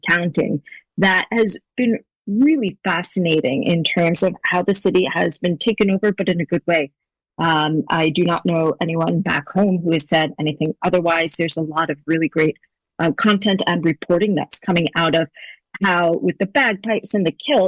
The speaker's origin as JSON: {"language": "English", "town": "Boston", "region": "Massachusetts", "country": "United States", "said": "One, Boston. I'm originally from Boston"}